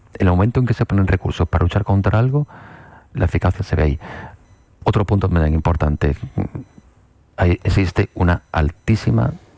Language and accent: Spanish; Seville, Andalusia, Spain; moved away as an adult; now in Algeciras, Spain; soy de Sevilla y gran parte de mi familia está en Sevilla